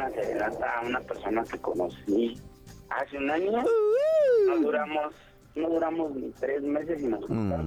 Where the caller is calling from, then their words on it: Mexico City, Mexico; Aquí en la alcaldía Gustavo Madero